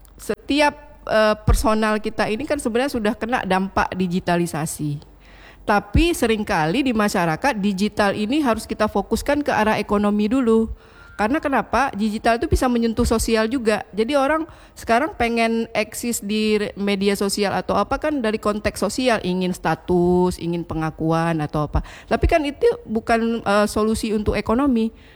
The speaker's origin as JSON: {"language": "Indonesian", "region": "Aceh", "country": "Indonesia", "said": "sesama kita orang Aceh"}